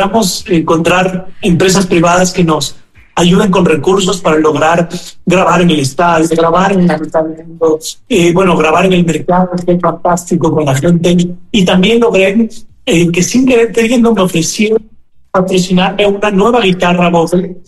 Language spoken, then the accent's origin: Spanish; Ecuador; todos somos ecuatorianos, no importa de qué raza, género, política, género